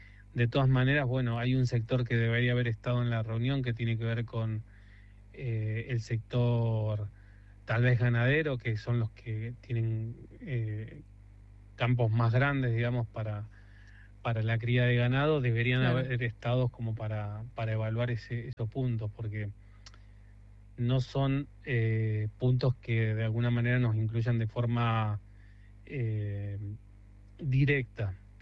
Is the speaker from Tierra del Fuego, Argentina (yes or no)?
yes; Tierra del Fuego, Argentina; La pesca en nuestra provincia tiene un potencial enorme